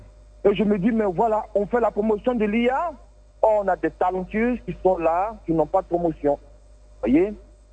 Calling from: Bouaké, Vallée du Bandama, Côte d’Ivoire; j'appelle de Boaké.

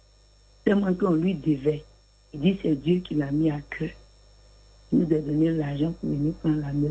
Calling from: Abidjan, Côte d’Ivoire; J'appelle de Port-Boué.

